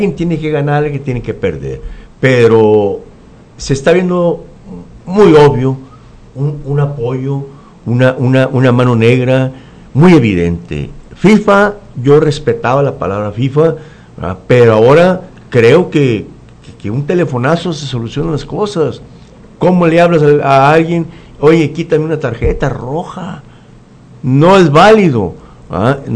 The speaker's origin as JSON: {"language": "Spanish", "country": "Mexico", "said": "Somos mexicanos, aceptamos lo que tenemos"}